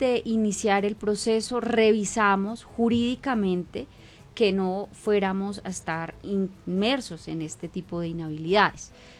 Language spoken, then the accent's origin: Spanish; Tunja, Boyacá, Colombia; yo soy una mujer 100% tunjana, nací en esta ciudad, me eduqué en esta ciudad, soy egresada de la Normal Femenina, hice mis estudios de pregrado y de posgrado en esta universidad, en la seccional Tunja de la Universidad Santo Tomás